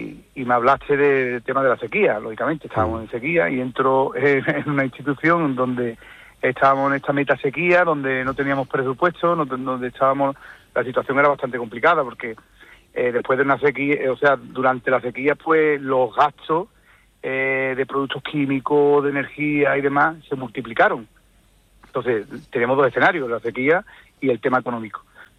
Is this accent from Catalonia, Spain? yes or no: no; Paterna de Rivera, Andalusia, Spain; cuando estaba de alcalde en mi pueblo, en Paterna